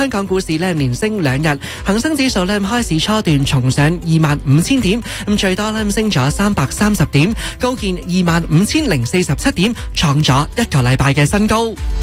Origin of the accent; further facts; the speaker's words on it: Canada; 我哋加拿大人